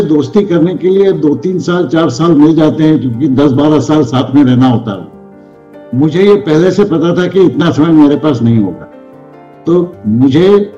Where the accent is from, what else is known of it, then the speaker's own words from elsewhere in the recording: Madhya Pradesh, India; also born or lived in Indore; पढ़ा मध्य प्रदेश में, वहाँ सब हिंदी में पढ़ाई करी, शुरू के कुछ वर्षों में मराठी में पढ़ाई करी थी।